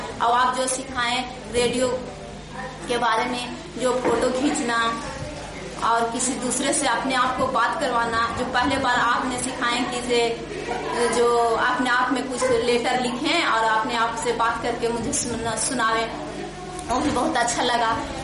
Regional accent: Dev, Bihar, India; मैं देव की रहने वाली हूँ

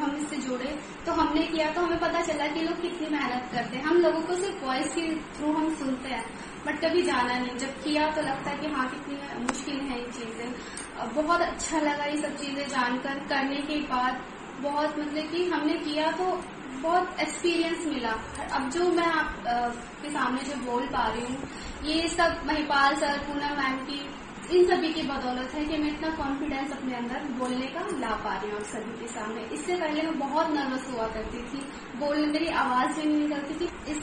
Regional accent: Delhi, India; और मैं दिल्ली से हूँ।

